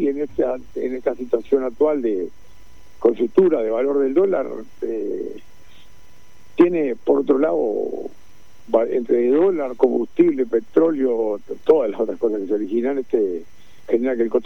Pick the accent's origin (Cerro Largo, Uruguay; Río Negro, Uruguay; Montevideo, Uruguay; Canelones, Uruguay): Cerro Largo, Uruguay; yo soy productor de Cerro Largo, del departamento de Melo, de la zona de la sexta sección de Cerro Largo.